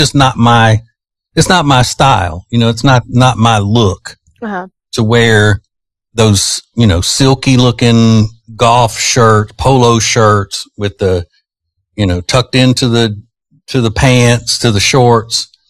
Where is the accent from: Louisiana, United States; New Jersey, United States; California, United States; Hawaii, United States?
Louisiana, United States; when I was growing up in Louisiana, we call that flooding